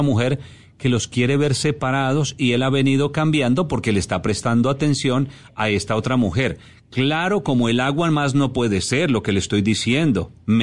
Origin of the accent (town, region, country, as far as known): Colombia; now in Panama